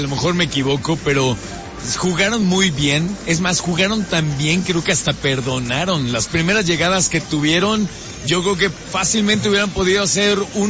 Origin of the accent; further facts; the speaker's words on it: Mexico; como cualquier persona, como mexicanos, hay muchos que me dicen